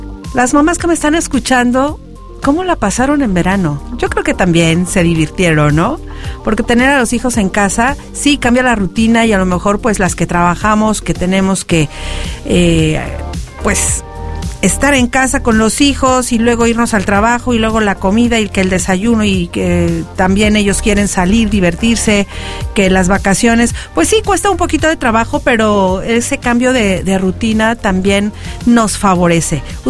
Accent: Iguala, Guerrero, Mexico; Y de que ya hay servicio en mi tierra natal, en Iguala.

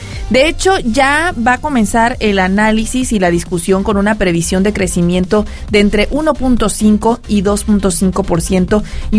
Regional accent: Mexico; Eso nos preocupa como mexicanos y no.

